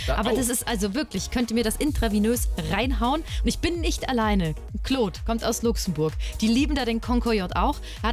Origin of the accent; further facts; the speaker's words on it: Bavaria, Germany; Ich bin ja aus Franken, wie du auch.